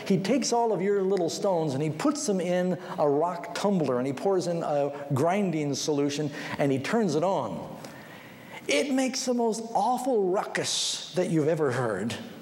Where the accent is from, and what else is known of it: California, United States